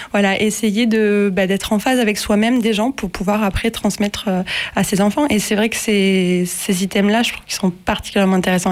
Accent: Millau, Occitanie, France; moved away as an adult; also born or lived in Argentina; Après 8 ans avoir vécu à l'étranger, que là j'ai pris un peu de plein fouet aussi parce que je suis revenue dans ma ville où j'ai grandi, donc à Millau

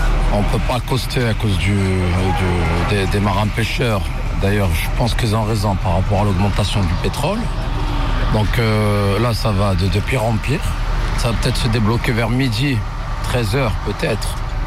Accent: Ajaccio, Corsica, France; born there; Moi, je suis d'origine marocain. Je suis né en Corse, ici, à Ajaccio, ici, juste là. Voilà. Moi, je suis né ici, je connais quasiment tout le monde ici à Ajaccio.

